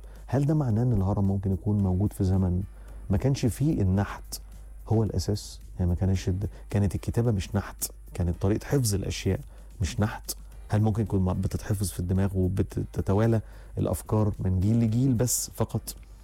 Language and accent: Arabic; Egypt; احنا كمصريين احنا اقدم بكتير من هذا العمر.